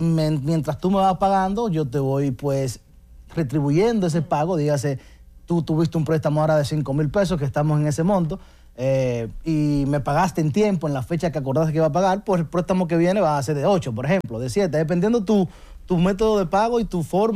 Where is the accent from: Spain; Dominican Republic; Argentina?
Dominican Republic; nosotros como buen dominicano